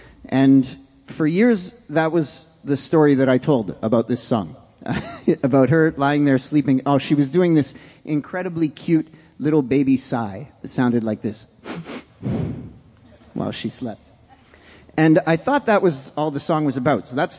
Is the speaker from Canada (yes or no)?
yes; Canada; We're from Canada.